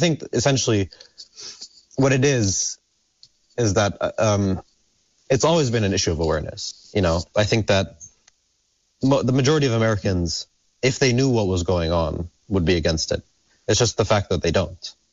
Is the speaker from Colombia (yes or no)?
no; Palestine; I mean, I grew up in Palestine, so I know, you know, who settlers are and how they're like and what they do.